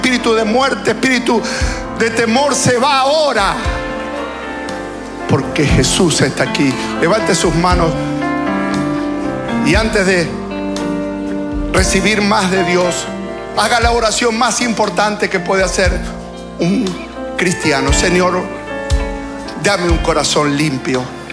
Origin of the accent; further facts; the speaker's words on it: Argentina; born there; nosotros que nacimos en Argentina, que vivimos acá